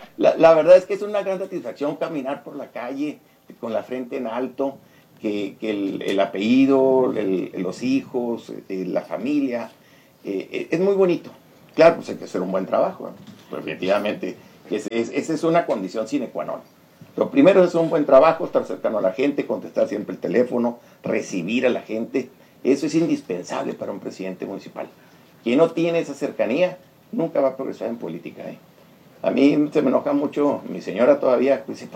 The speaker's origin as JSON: {"language": "Spanish", "town": "Delicias", "region": "Chihuahua", "country": "Mexico", "tie": "born or raised there", "said": "yo fui municipal de Delicias, soy presidente municipal de Delicias. Es la tierra que lo vio nacer a uno, que lo vio crecer"}